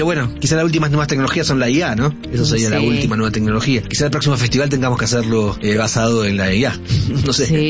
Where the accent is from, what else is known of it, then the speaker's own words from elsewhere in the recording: Argentina; moved away as an adult; now in Mexico; yo soy argentino, pero vine aquí hace 20 años a casualmente a trabajar al CEMAS